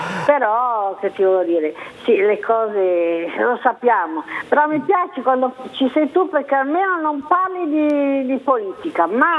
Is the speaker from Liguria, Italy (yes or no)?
yes; Pitelli, Liguria, Italy; now in Genoa, Italy; però abito qui a San Pier d'Arena, quella che ieri ti ho detto nel mio paesino Pitelli.